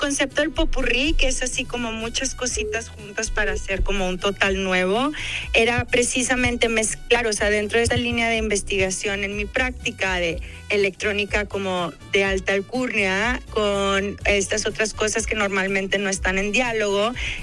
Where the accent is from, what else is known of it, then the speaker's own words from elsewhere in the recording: Monterrey, Nuevo León, Mexico; now in United States; Yo soy regia, pero pues vivo en Estados Unidos. Entonces para mí es mi sueño dorado poder tocar en Monterrey